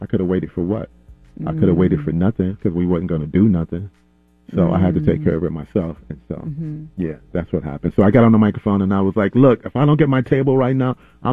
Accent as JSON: {"language": "English", "town": "Chicago", "region": "Illinois", "country": "United States", "said": "I'm from Chicago."}